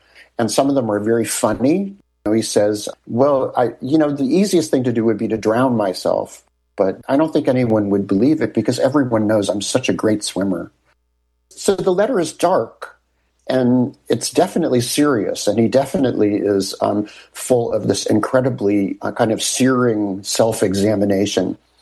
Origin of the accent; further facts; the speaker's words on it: Los Angeles, California, United States; I'm from Los Angeles.